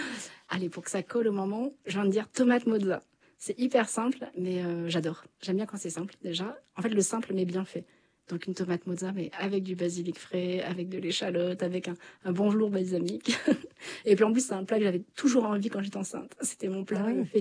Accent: Chambord, Centre-Val de Loire, France; Et moi, je suis originaire de Chambord à la base.

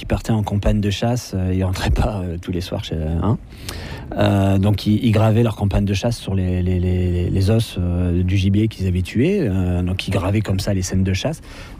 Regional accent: Hauts-de-France, France; Le fait d'être natif du Nord, d'avoir passé mon enfance dans l'Artois, sur l'ancienne ligne de front de 14-18

